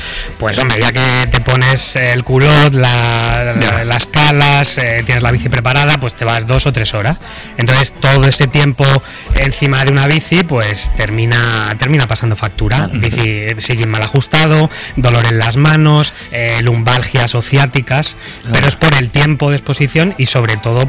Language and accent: Spanish; Beu, Aragon, Spain; yo ahora estoy en el pueblo, ahí en mi pueblo, en Teruel, que se llama Beu